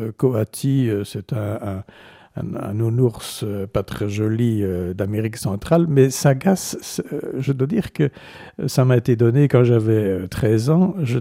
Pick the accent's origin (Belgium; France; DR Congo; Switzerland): Belgium; Antwerp, Flanders; Mais de fait, après mon service militaire, je suis resté dans ma ville natale et je m'étais spécialisé à l'ULB, déjà en droit maritime